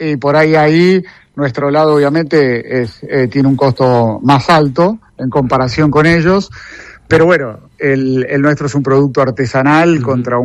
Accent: Argentina; moved away; nosotros en Argentina

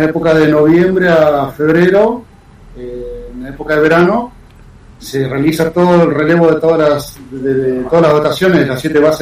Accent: Argentina; now in Esperanza Base, Antarctica; como si fuese la bandera argentina nuestra.

